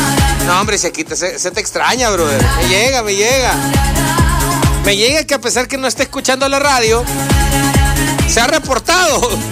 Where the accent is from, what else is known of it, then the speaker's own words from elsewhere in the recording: San Miguel, El Salvador; yo soy de San Miguel